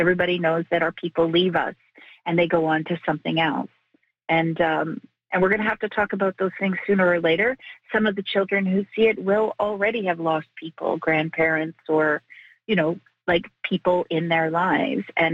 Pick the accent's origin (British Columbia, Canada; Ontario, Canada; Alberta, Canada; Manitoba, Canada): Manitoba, Canada; Winnipeg; I mean, I grew up in Winnipeg.